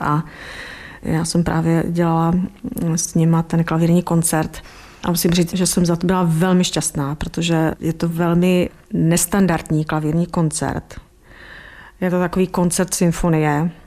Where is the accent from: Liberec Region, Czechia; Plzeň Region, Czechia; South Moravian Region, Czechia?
South Moravian Region, Czechia; Brno; Takže já, když jsem tam nastoupila, že jsem z Brna